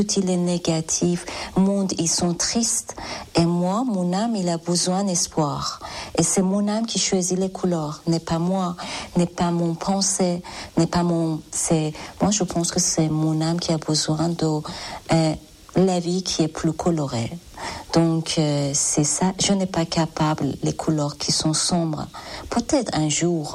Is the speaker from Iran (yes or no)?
yes; Iran; French is a second language; moved away as an adult; now in France; Je suis iranienne, nationalité iranienne, mais quelques années que j'habite en France.